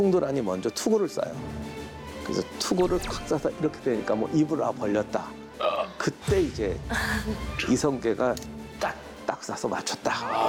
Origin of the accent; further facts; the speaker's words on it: South Korea; 저도 한국 사람이지만 한국 사람이 활 잘 쏘는 건 뭔지를 이유가 뭔지 모르겠어요.